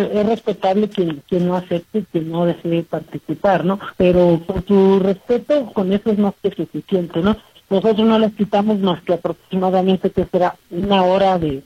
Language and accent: Spanish; Tezontepec de Aldama, Hidalgo, Mexico; yo soy originario de Tezontepec